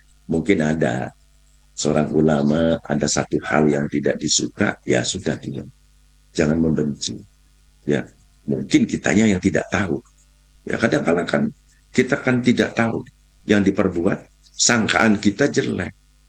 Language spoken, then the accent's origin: Indonesian; West Java, Indonesia; orang kita orang Sunda